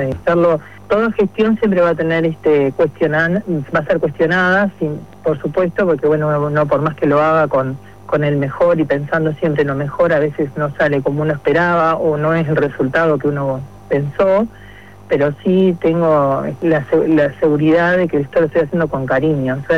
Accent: San Carlos, Maldonado, Uruguay; Mi pueblo, donde nací, me crié y ahora crío a mis 4 hijos, o sea que es mi identidad.

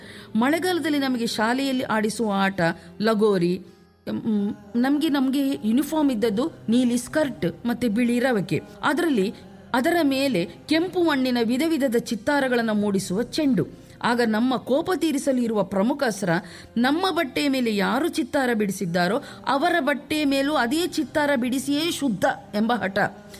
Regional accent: Karnataka, India; born there; ನಮ್ಮ ದಕ್ಷಿಣ ಕನ್ನಡದಲ್ಲಿ ತುಳುವಿನಲ್ಲೊಂದು ಮಾತಿದೆ

